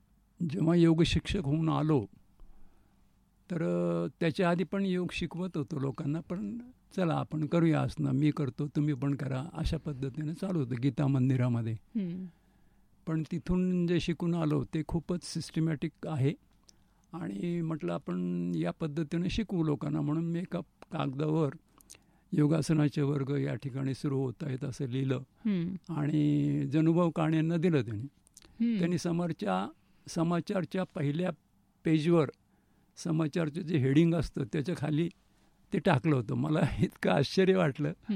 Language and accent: Marathi; Ahmednagar, Maharashtra, India; मी नगरचाच आहे. जन्म नगरमध्येच झाला. शिक्षण सगळं नगरमध्येच झालं. आणि 4-5 वर्ष सोडली तर बाकी सगळी नोकरीसुद्धा नगरमध्येच केली. जिल्हा परिषदमध्ये होतो मी.